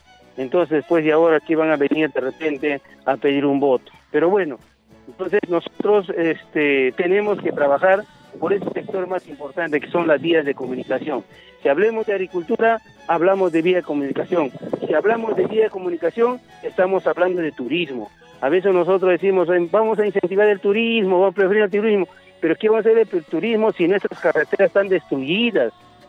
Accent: Jimbe, Ancash, Peru; born there; agricultor, campesino, educador. Vengo de la provincia de Santa Chimbote, nacido en un distrito Cáceres del Perú, Jimbe, está ubicado en la cuenca del Valle Nepeña.

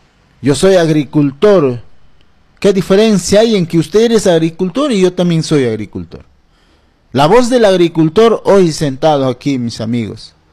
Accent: Peru; mi centro poblado donde me vio crecer, Unión Autiqui.

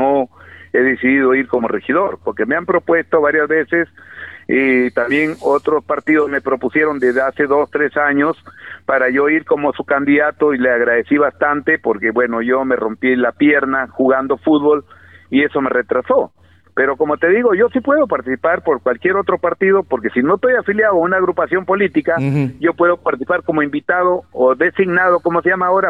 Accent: Olmos, Lambayeque, Peru; born there; also born or lived in Tumbes; por el cariño que yo le tengo a mi pueblo, por haber nacido en mi pueblo, todo ese potencial quiero aplicarlo aquí en Olmos.

